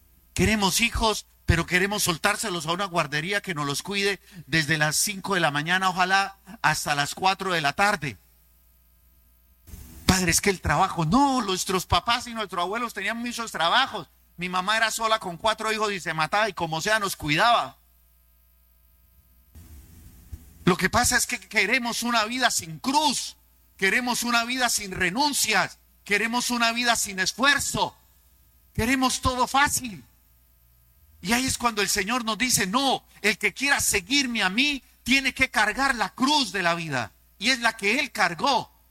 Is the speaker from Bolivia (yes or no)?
no; Cúcuta, Norte de Santander, Colombia; cuando yo soy santandereano cucuteño de esos de que no me sé rajar.